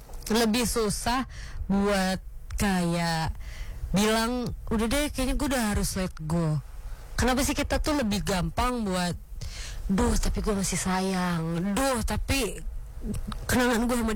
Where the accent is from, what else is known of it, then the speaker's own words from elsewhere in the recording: Ambon, Maluku, Indonesia; Aku juga karena aku orang Ambon.